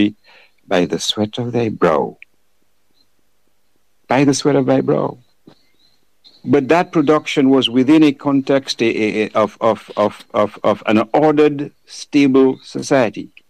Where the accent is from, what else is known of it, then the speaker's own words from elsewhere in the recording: Portsmouth, Saint John Parish, Dominica; When I grew up in Portsmouth